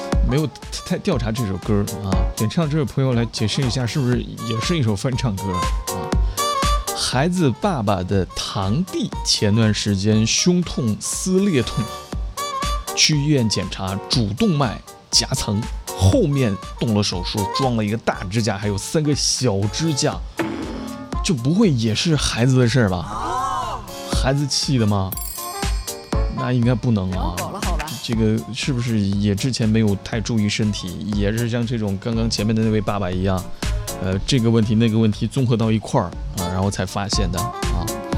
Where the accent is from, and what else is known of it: Yueyang, Hunan, China; born or raised there